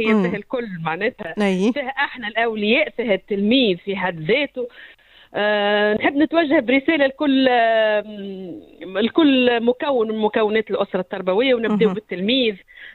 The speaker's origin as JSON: {"language": "Arabic", "country": "Tunisia"}